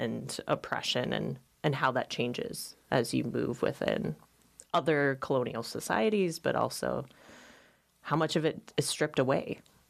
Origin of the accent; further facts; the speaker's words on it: Alaska, United States; I always identify myself first as an Alaskan.